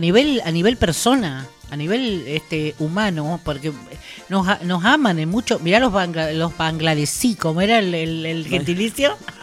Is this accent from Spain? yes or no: no; Argentina; vamos nosotros con nuestro cariño como argentinos, amemos nuestro país.